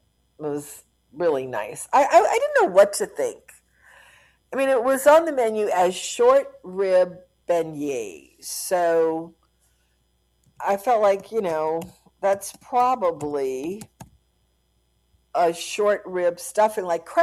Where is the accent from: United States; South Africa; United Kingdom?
United States; I'm American.